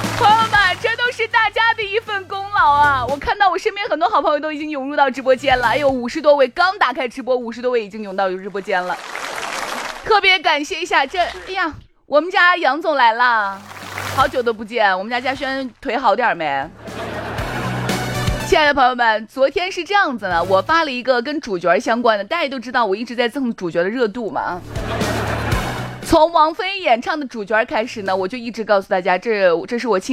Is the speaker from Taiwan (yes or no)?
no; Shaanxi, China; 咱们陕西人说话